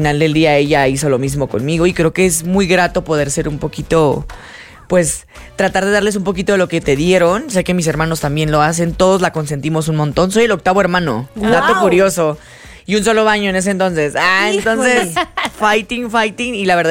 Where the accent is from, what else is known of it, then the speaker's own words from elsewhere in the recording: Tijuana, Baja California, Mexico; pero por ahorita sigo estando en mi tierra natal, Tijuana.